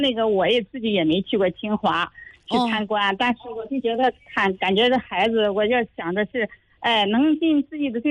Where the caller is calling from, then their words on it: Shijiazhuang, Hebei, China; 我是石家庄的。